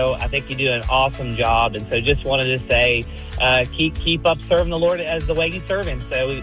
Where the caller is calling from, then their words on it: Warfordsburg, Pennsylvania, United States; I'm calling from Wofford, Pennsylvania.